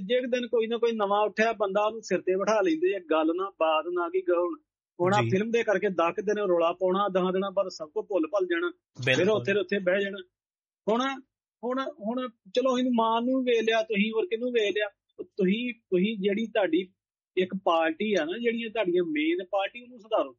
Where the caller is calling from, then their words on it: Anandpur Sahib, Punjab, India; ਇੱਥੇ ਸਾਡੇ ਏਰੀਏ ਆਨੰਦਪੁਰ ਸਾਹਿਬ